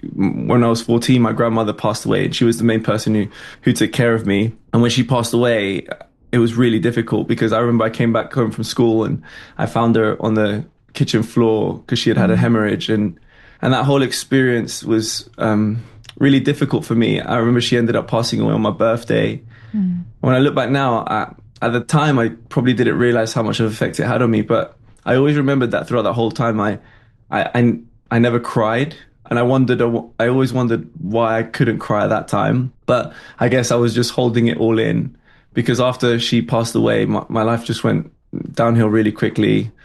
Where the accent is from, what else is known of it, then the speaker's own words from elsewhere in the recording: London, United Kingdom; also born or lived in Miami; my grandmother, who was here in London, brought me over to London and I was raised by my extended family